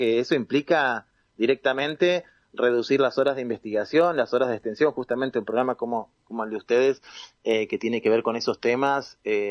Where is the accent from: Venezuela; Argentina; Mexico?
Argentina; Allen, Río Negro; Yo, de hecho, soy de Allen, no sé si conocen, pero es un pueblo, una ciudad ya, que está acá en el Alto Valle, entre Cipolletti y Roca, digamos, que son las ciudades más grandes, en Río Negro